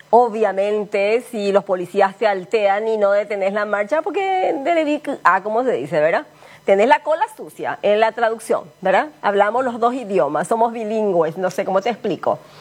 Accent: Argentina; Como soy argentina, que yo era la hija de una gitana y que me tienen que hacer la prueba de ADN, pues no soy su hermana.

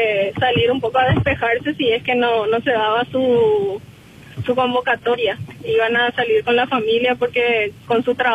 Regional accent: Cordillera, Paraguay; Sí, somos de Tomatí, toda nuestra vida vivimos ahí y incluso él empezó a jugar al fútbol ahí, en Tomatí, en una escuela de fútbol cerca de mi domicilio. Somos de Cordillera

